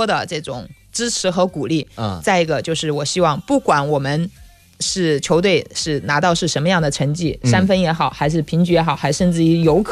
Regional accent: Yichang, Hubei, China; 不是说我会某一个人，而是我这座城市，我为我是宜昌人，我感到骄傲和自豪。

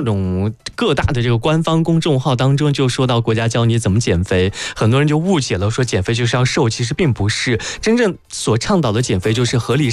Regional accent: Xinjiang, China; 我们家乡菜

